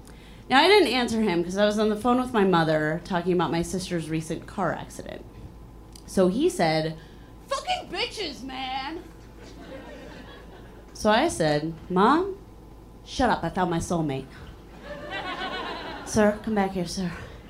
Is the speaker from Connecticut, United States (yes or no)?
no; Chicago, Illinois, United States; like the host said, I'm from Chicago. I'm from here. I live in Chicago.